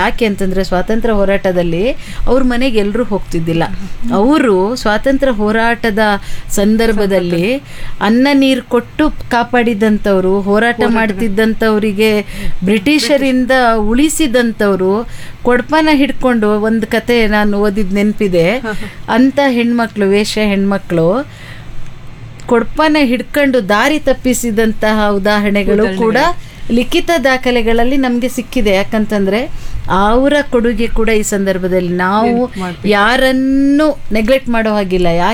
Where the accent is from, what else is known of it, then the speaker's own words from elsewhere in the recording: Thirthahalli, Karnataka, India; ನಾನು ಬೇಸಿಕಲಿ ತೀರ್ಥಹಳ್ಳಿಯವಳು.